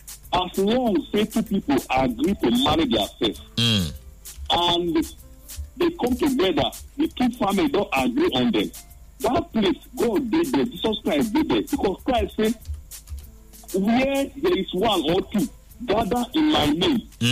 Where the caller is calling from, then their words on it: Asaba, Delta, Nigeria; I'm calling from Asaba.